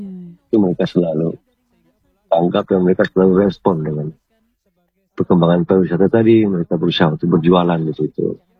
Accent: East Nusa Tenggara, Indonesia; sebagai orang Sumba itu sendiri, Sumba Timur itu sendiri

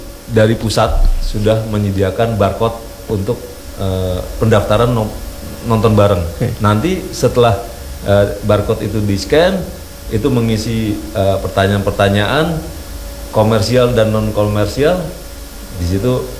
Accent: Java, Indonesia; karena saya dari Jawa, dulu di Jawa itu tidak ada bendera-bendera setinggi-setinggi itu di rumah-rumah.

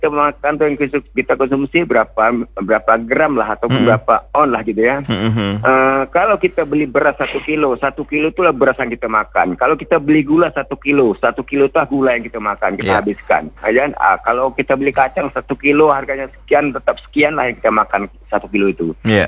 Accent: Tarempa, Riau Islands, Indonesia; saya di Terempak di kampung saya tuh

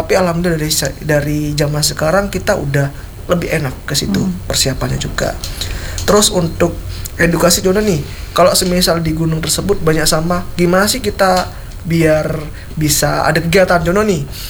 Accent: Jember, East Java, Indonesia; Banyak yang ngomong saya dari Bali, tapi enggak, saya dari Jember, asli Jember, Mbak.

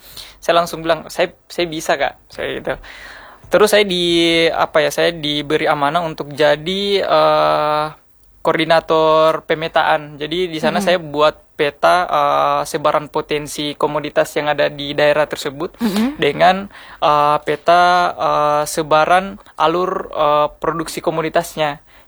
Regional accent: Muna, Southeast Sulawesi, Indonesia; Saya asli Muna.

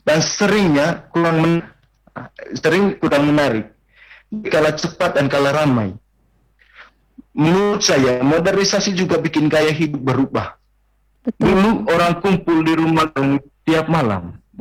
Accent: East Nusa Tenggara, Indonesia

